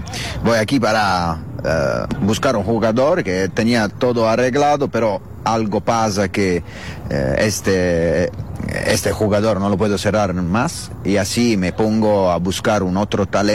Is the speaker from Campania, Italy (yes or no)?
yes; Naples, Campania, Italy; Spanish is a second language; así como napolitano voy a hinchar a Argentina.